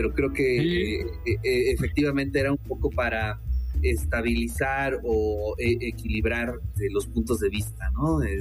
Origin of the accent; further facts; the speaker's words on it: Puebla, Mexico; yo soy de Puebla